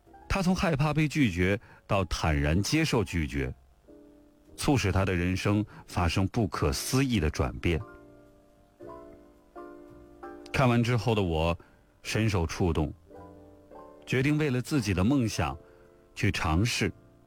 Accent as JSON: {"language": "Chinese", "country": "China", "said": "嗨，我是中国的一名博主，采访过全球很多的企业家"}